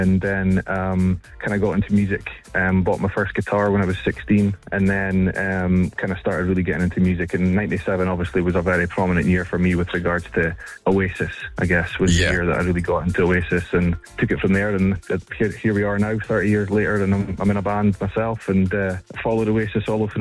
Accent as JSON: {"language": "English", "town": "Aberdeen", "region": "Scotland", "country": "United Kingdom", "tie": "born or raised there", "said": "I'm from Aberdeen, Scotland."}